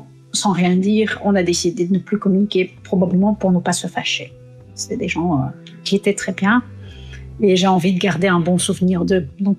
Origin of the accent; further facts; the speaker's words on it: Russia; French is a second language; moved away as an adult; also born or lived in France; now in Brussels, Belgium; Je suis née en Russie, en URSS, en 1983.